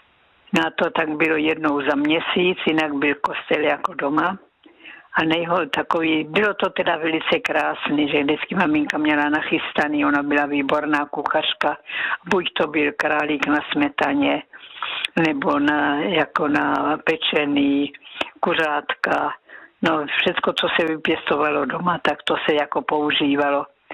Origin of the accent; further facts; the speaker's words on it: Násedlovice, South Moravian Region, Czechia; now in Brno, Czechia; já jsem pocházím z Násedlovic